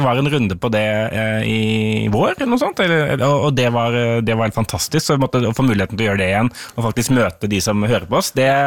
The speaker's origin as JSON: {"language": "Norwegian", "town": "Stokke", "region": "Vestfold", "country": "Norway", "moved": "as an adult", "lives_now": "Oslo, Norway", "said": "jeg ringer min venn Erlend, som bodde hjemme i Stokke"}